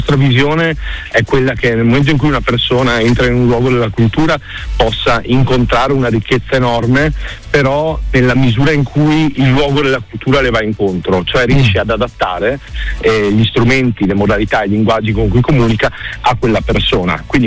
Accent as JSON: {"language": "Italian", "region": "Dolomites", "country": "Italy", "tie": "born or raised there", "said": "mi ricordo, il primo del mio paese, abitavo in un piccolo paese sulle Dolomiti, sono stato il primo del mio paese ad avere internet, avevo 10 anni"}